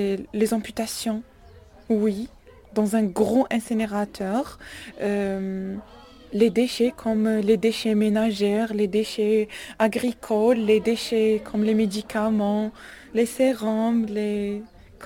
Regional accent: Algeria; Je suis algérienne, j'ai un diplôme de hygiène et sécurité environnementale. J'ai travaillé pendant 7 ans dans un établissement hospitalier en Algérie

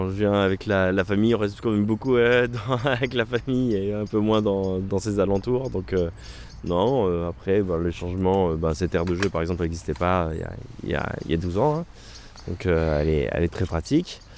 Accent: Clermont-Ferrand, Auvergne-Rhône-Alpes, France; moi je suis originaire de Clermont-Ferrand.

